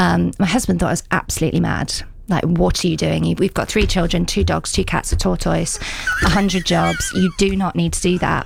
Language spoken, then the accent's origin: English; South West England, United Kingdom; But I'm from Cornwall.